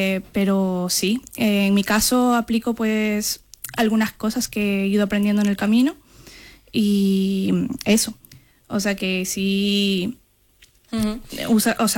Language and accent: Spanish; Peru; now in Spain; Ya que vengo de Perú.